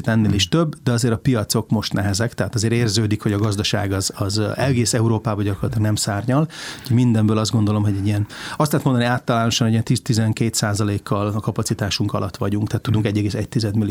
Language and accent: Hungarian; Székesfehérvár, Fejér, Hungary; born or raised there